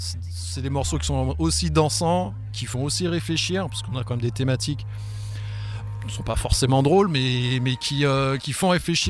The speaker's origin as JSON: {"language": "French", "country": "Guadeloupe", "tie": "born or raised there", "moved": "as an adult", "said": "depuis que je suis arrivé ici, en réalité, depuis les années, début des années 2000. Mais j'ai grandi en Guadeloupe"}